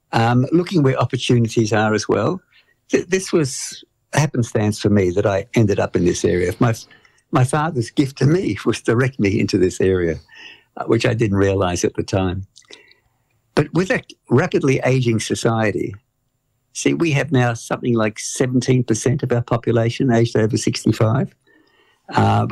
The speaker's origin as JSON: {"language": "English", "country": "Australia"}